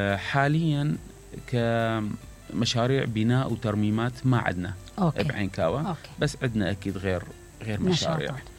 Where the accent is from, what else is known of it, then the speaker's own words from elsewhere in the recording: Alqosh, Nineveh, Iraq; إحنا يعني بشكل عام كالقوشين عندنا غيرة على بلدتنا